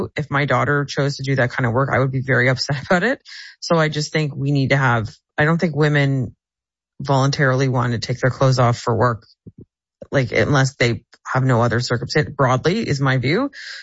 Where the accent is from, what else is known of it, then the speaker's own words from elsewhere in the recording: Windsor, Ontario, Canada; growing up in Windsor, there's something called the Windsor Ballet, and a lot of Americans would come across with the expectation of going to those places.